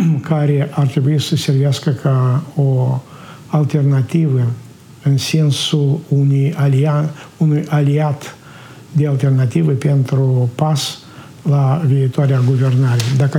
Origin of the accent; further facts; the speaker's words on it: Moldova; o numim aici în Moldova, numim limba asta moldovenească